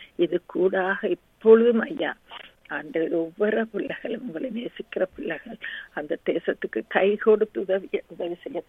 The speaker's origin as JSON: {"language": "Tamil", "country": "Sri Lanka", "tie": "born or raised there", "moved": "yes", "said": "நாங்கள் பிறந்து வளர்ந்த தேசத்துக்காக, அந்த சிறிய இலங்கை தீவுக்காக"}